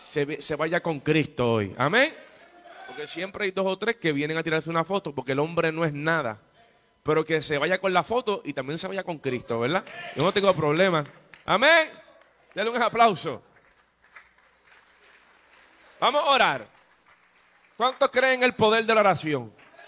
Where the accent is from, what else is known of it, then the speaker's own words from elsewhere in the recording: Puerto Rico; Bueno, yo soy americano. El boricua también somos americanos.